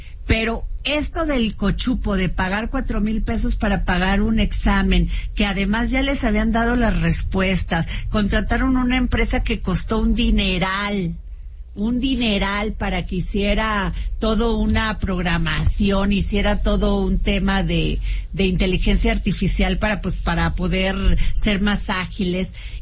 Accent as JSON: {"language": "Spanish", "town": "Vega de la Torre", "region": "Veracruz", "country": "Mexico", "tie": "born or raised there", "said": "Fíjense que allá en mi pueblo este día se celebra la fiesta de Santana, una gran fiesta del municipio de Vega de la Torre en Veracruz."}